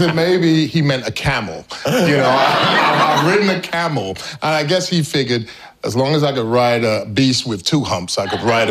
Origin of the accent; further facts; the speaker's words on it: London, United Kingdom; I'm from London.